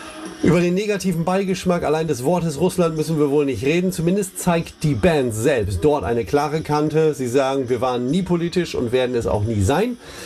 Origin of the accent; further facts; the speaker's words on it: Lower Saxony, Germany; bleibt mir als Niedersachse nichts übrig